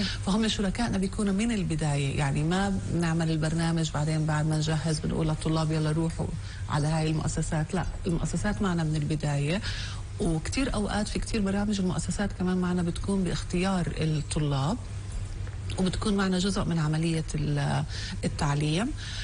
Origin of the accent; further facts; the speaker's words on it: Palestine; بالسياق الفلسطيني وبالتحديات اللي بنعيشها هون بالبلد